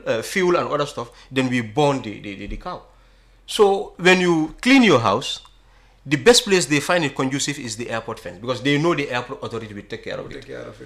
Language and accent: English; Gambia